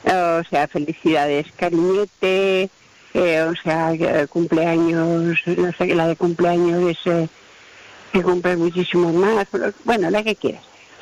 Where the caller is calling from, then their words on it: Palma, Balearic Islands, Spain; de Palma.